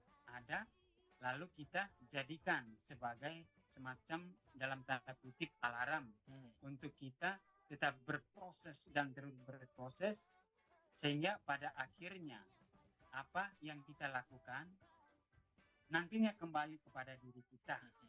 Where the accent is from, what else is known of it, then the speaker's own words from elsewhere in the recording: East Nusa Tenggara, Indonesia; Nah, satu tantangan terbesar juga kebiasaan kita orang Dawan Timur, khususnya dalam hal ini dari mohon maaf dari kota ya Kepa